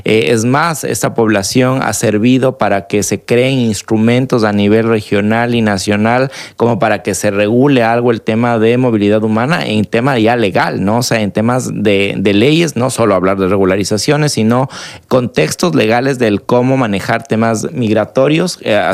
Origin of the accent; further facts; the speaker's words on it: Ecuador; moved away as an adult; now in Spain; nosotros como ecuatorianos